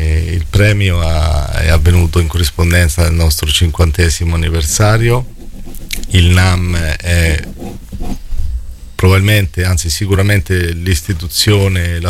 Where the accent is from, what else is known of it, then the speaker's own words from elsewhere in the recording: Marche, Italy; Per quanto mi riguarda, sono marchigiano, siamo abituati a lavorare molto a testa bassa